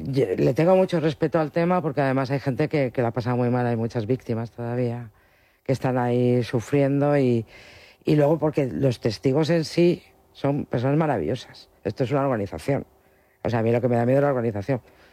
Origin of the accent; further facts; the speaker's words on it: Spain; Los Domingos la entiendo perfectamente porque está en nuestra forma de ser como españoles.